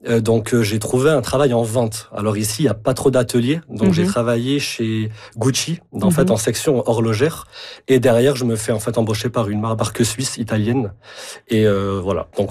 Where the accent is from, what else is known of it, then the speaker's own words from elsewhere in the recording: Montpellier, Occitanie, France; also born or lived in Paris; now in Canada; De Montpellier, si exactement.